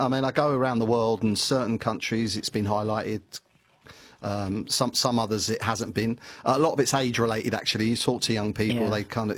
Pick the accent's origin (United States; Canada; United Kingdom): United Kingdom; London; because I'm a Londoner, I kind of have to have a little sniff around and have a little look.